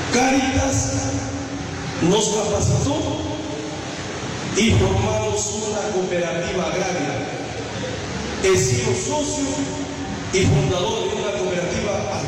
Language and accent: Spanish; Diamante Alba, Amazonas, Peru; Ya les mencioné Diamante Alba. Nací en Caserío Diamante Alba, hijo de dos madres campesinas. Hemos trabajado juntamente con mi padre en las labores agrícolas.